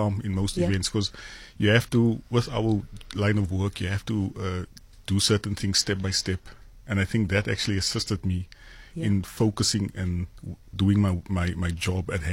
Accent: Kimberley, Northern Cape, South Africa; Born and bred in Kimberley, Northern Cape.

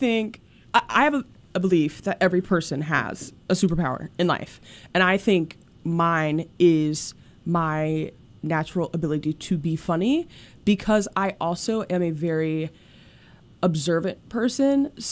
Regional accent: North Carolina, United States; I am from North Carolina.

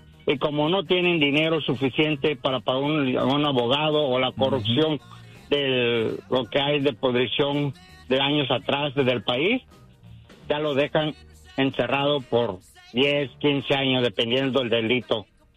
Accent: Mexico; soy mexicano, sé cómo están las situaciones en México.

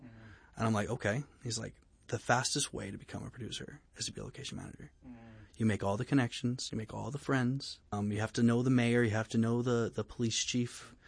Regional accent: El Paso, Texas, United States; also born or lived in Los Angeles; Here in El Paso. I was raised primarily in El Paso and on and off in L.A. because my dad lived there, my mom lived here.

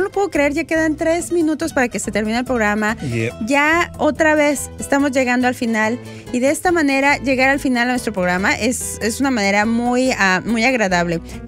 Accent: Mexico; now in Melbourne, Australia; mariachi, bueno, mi tierra representada.

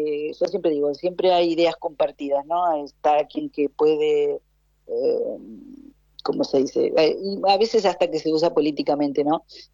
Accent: Argentina; moved away as an adult; now in Cape Verde; yo soy argentina

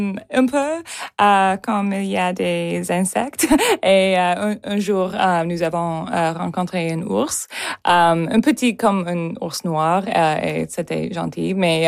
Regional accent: Vancouver, British Columbia, Canada; French is a second language; Oui, je suis née à Vancouver et j'ai vécu à Vancouver, en Colombie-Britannique, toute ma vie.

